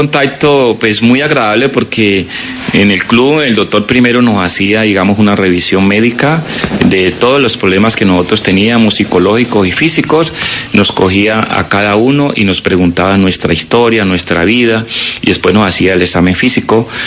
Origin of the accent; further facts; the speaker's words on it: Candelaria, Valle del Cauca, Colombia; also born or lived in Cali; ahorita estamos acá en Candelaria nuevamente. Es mi pueblo, donde yo nací, me crié, estoy con mi gente, mi familia